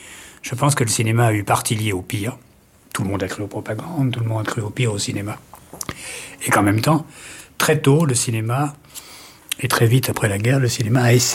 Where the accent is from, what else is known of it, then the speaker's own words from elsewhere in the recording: Paris, Île-de-France, France; born there; Moi, je suis né à Paris. Moi, tout mon imaginaire, toutes mes émotions, mon ancrage